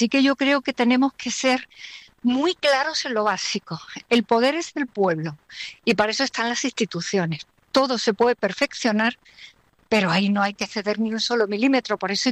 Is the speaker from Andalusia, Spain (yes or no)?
yes; Andalusia, Spain; yo soy andaluza